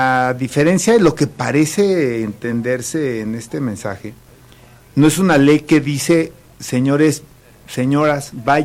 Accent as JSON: {"language": "Spanish", "region": "Querétaro", "country": "Mexico", "said": "No solamente yo, sino mi familia, mis antecesores, mis ancestros, son más queretanos que..."}